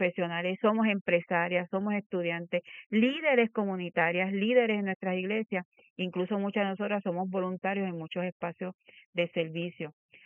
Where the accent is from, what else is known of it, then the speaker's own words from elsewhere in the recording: Puerto Rico; Aunque nosotros como puertorriqueñas conservamos una fuerte tradición religiosa